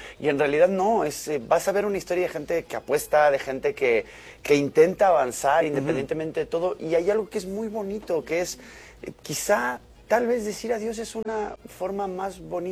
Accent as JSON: {"language": "Spanish", "country": "Argentina", "said": "Sí, yo como argentino lo sé, o sea, en pleno desmadrito que traemos"}